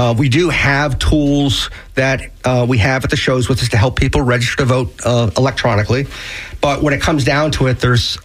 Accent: Miami, Florida, United States; moved away as an adult; So I grew up in Miami. Was a like a typical 18-year-old, moved out of Miami when I was 18 and went to college.

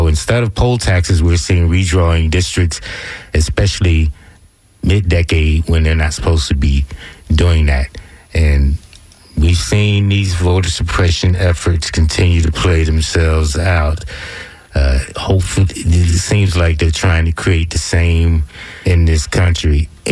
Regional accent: Biloxi, Mississippi, United States; such as where the city I was growing up in Biloxi

